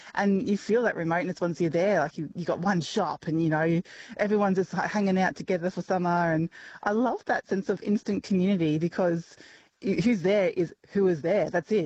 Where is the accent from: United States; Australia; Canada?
Australia; Brisbane, Queensland; because I grew up in Brisbane, sunny Queensland